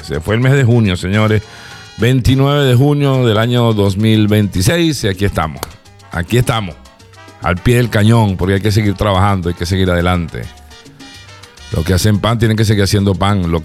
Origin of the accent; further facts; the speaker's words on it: La Guaira, Venezuela; also born or lived in Maiquetía; nací en Maiquetía, en la clínica San José. Estuve hasta los 10 años, me crié hasta los 10 años en La Guaira.